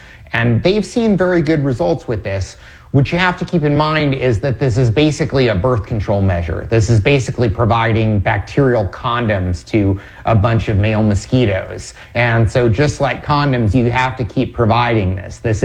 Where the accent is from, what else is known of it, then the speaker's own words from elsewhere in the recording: California, United States; in both Florida and in California, my home state